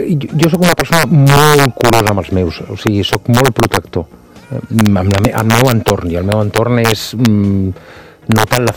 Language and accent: Catalan; Barcelona, Catalonia, Spain; vinc d'una família de classe mitja alta de la ciutat de Barcelona, molt clàssica i molt típica, no?